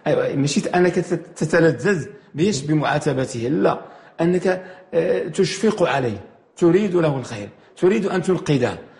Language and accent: Arabic; Morocco; عندنا في المغرب مثلا في هذه المملكه المباركه